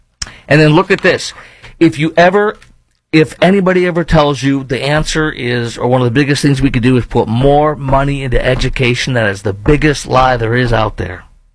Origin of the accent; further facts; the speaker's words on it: Chicago, Illinois, United States; moved away; I film in Chicago regularly, in my hometown